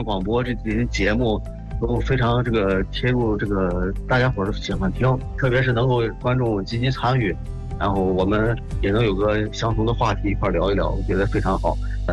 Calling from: Baoding, Hebei, China; 我是保定的，

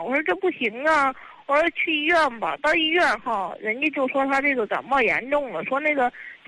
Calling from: Tangshan, Hebei, China; 我是唐山的啊。

